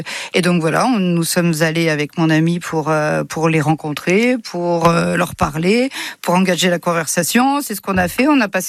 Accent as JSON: {"language": "French", "town": "Grenoble", "region": "Auvergne-Rhône-Alpes", "country": "France", "said": "Grenoble. On est grenoblois, tous les deux."}